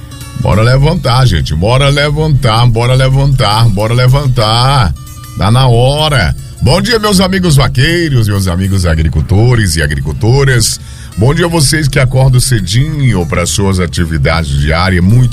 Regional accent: Brazil; nós somos brasileiros

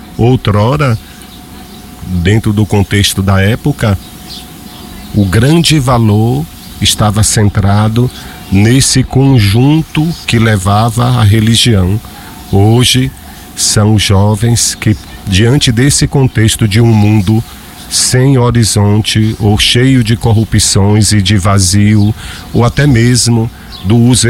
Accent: Jequié, Bahia, Brazil; Eu cresci ouvindo na minha terra, em Jequié

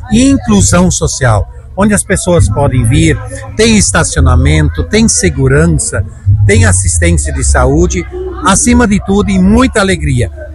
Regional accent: Brazil; E eu, como brasileiro, eu tenho a felicidade

